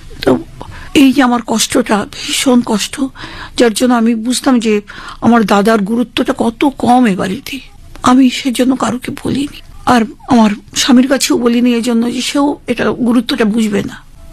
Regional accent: Bangladesh; moved away; প্রতিবেশী বলতে ওটা হিন্দু প্রধান গ্রাম যেহেতু ছিল, পাকিস্তানের 4 বছর পরে তো আমার জন্ম, তখন তো ওটা পূর্ব পাকিস্তান, তো ওখানে হিন্দুরা আর ছিলেন না প্রায়, সমস্ত ওই মালদার কুচবিহার থেকে যাওয়া মুসলমান প্রতিবেশী

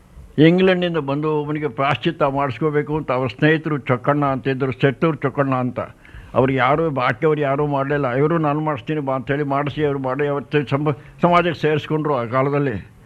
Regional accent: Melkote, Karnataka, India; born there; ನಾನು ಮೇಲ್ಕೋಟೆಯಲ್ಲಿ ಹುಟ್ಟಿದೆ.

